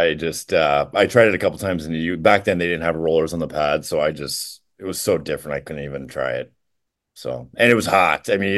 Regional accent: Florida, United States; also born or lived in Indianapolis, United States; so I was born in Indianapolis, but moved to South Florida at a very young age, and started playing roller hockey.

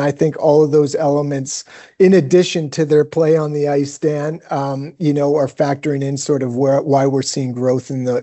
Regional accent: Vancouver, British Columbia, Canada; I'm from Vancouver.

